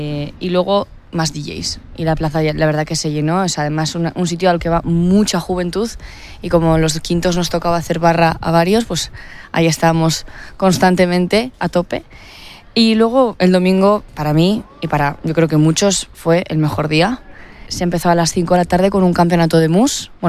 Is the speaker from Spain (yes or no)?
yes; Navarre, Spain; Pues como buenos navarros tenemos que poner algún mariachi, y en algún momento tiene que haber alguno.